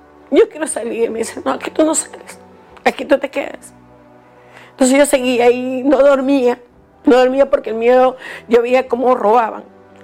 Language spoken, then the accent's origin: Spanish; Galápagos, Ecuador; ahí sí fui ya para mi tierra, para Galápagos